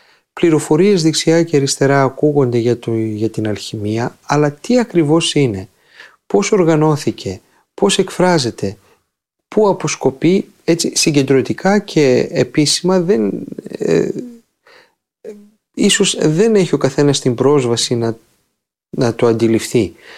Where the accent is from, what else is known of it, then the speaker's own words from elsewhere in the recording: Greece; Ως Έλληνες